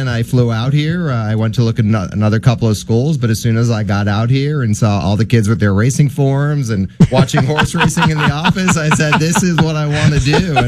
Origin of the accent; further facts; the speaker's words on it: New York City, New York, United States; moved away as an adult; now in Tucson, United States; I grew up in Brooklyn, New York, so I went to Aqueduct and Belmont and Saratoga